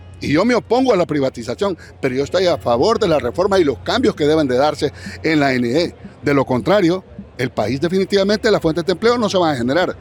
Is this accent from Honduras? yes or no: yes; Honduras